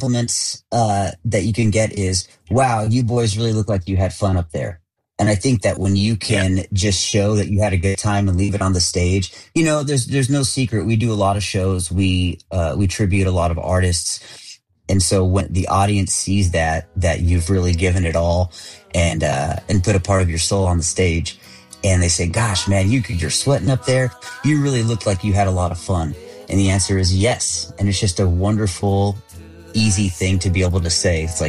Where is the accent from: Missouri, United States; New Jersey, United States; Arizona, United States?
Arizona, United States; Tucson; So I'm from Tucson, Arizona. I was part of the Tucson, Arizona Boys Chorus.